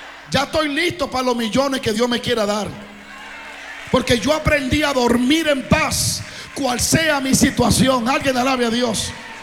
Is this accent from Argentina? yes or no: no; Dominican Republic; now in Kansas City, United States